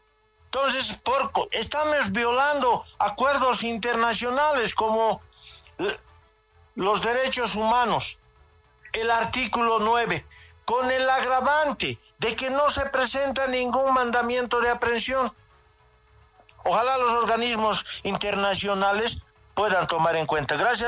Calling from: El Alto, La Paz, Bolivia; aquí desde el Alto.

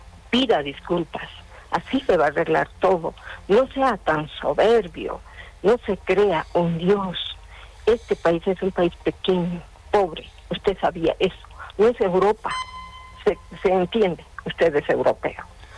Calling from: La Paz, Bolivia; Buenas tardes, don Eddy … de Sopocachi.

